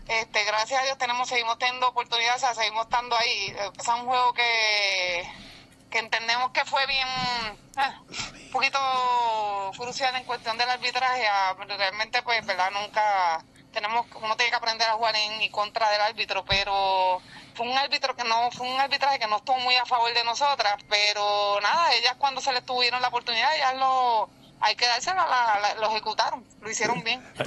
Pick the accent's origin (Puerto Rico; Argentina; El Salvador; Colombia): Puerto Rico; Ponce; nosotros somos bien orgullosos de ser puertorriqueños.